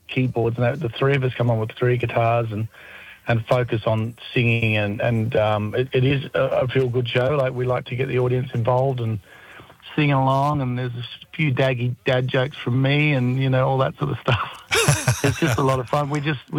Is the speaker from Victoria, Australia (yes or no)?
no; Bega, New South Wales, Australia; now in Orange, Australia; We grew up on the South Coast down near Bega. Gravitated out towards Orange. Eventually, all three of us live out here now.